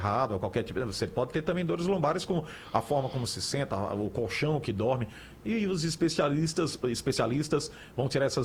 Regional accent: Garanhuns, Pernambuco, Brazil; now in Recife, Brazil; E olha que eu sou de Garanhuns

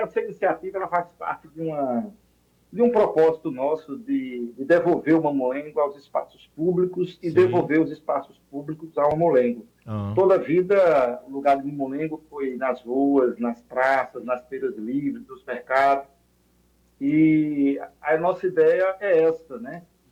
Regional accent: Quiúma, Pernambuco, Brazil; born there; Eu nasci em Quiúma, entre Teume e Carpina.

